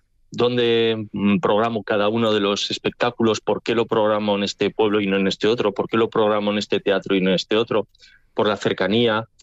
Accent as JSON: {"language": "Spanish", "region": "La Rioja", "country": "Spain", "said": "como soy de La Rioja, pues que he hecho el vermute"}